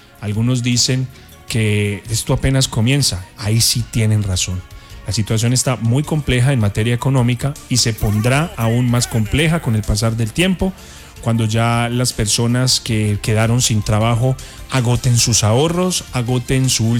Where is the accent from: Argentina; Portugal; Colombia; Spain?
Colombia; Pereira, Risaralda; porque eso es lo que somos los pereiranos. Solidaridad.